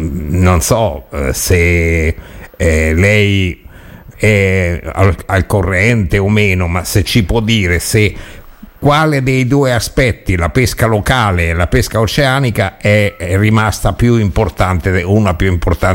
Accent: Loreto, Marche, Italy; Sì, sono oriundo, sono di Loreto.

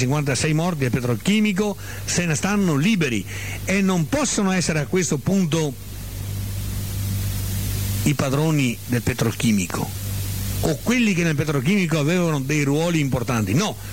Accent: Veneto, Italy; il nostro Veneto, la mia terra, ha un difetto, io lo so, la conosco perché è la mia terra e la mia gente la conosco bene

